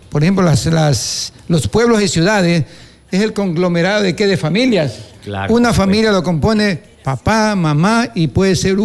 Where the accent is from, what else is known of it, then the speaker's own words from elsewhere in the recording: Quevedo, Los Ríos, Ecuador; Como ecuatoriano, ecuatorianos solamente somos uno. Lógico que ahí nos dividimos en quevedeños, yo soy quevedeño